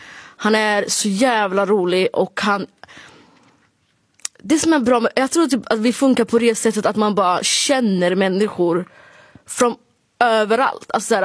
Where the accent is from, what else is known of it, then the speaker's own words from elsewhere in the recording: Sweden; accent: rikssvenska; jag tycker att jag pratar rikssvenska liksom